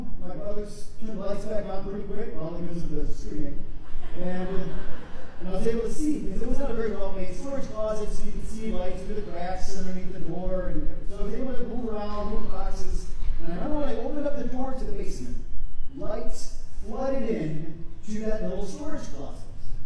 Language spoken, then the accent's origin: English; Wisconsin, United States; I grew up near Madison, Wisconsin. Little farmhouse, we had a farm ourselves. It was this old farmhouse.